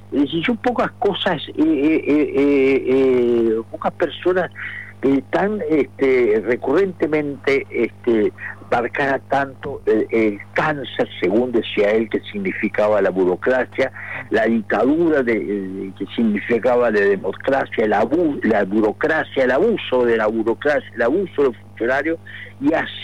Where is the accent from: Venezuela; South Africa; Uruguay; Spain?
Uruguay; Casupá, Florida; Yo soy de Casupá … comisionista.